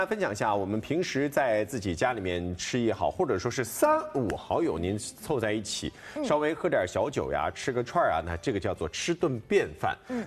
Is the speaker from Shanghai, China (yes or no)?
yes; Shanghai, China; 咱们上海人